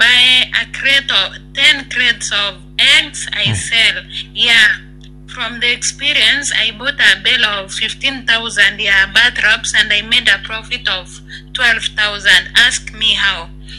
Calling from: Nairobi, Kenya; Okay, engineer student. I'm talking from Kenyatta University, Nairobi.

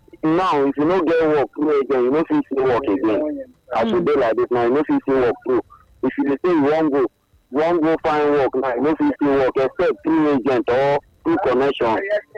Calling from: Lagos, Nigeria; I'm calling from Lekki.

